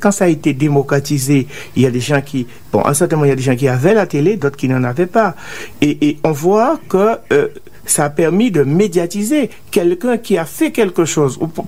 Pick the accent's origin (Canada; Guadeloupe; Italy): Guadeloupe; now in Montauban, France; quand j'étais petit, en Guadeloupe